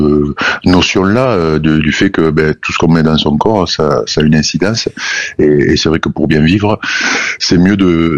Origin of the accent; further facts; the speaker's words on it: Toulouse, Occitanie, France; born there; je suis né à Toulouse